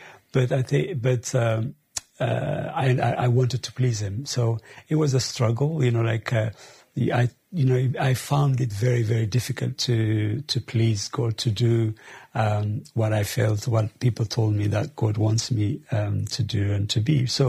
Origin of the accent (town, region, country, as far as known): Addis Ababa, Ethiopia; born or raised there; also born or lived in Jimma; now in United Kingdom